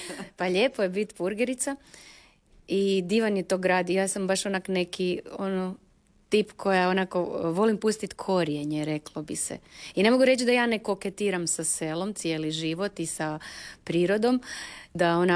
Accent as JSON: {"language": "Croatian", "town": "Zagreb", "region": "City of Zagreb", "country": "Croatia", "tie": "born or raised there", "said": "Došli su u Zagreb, tu smo se rodili i brat i ja, živjeli su u Zagrebu cijeli život."}